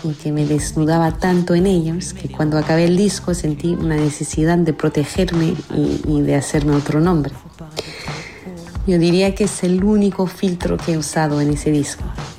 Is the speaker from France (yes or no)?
yes; Paris, Île-de-France, France; Crecí en París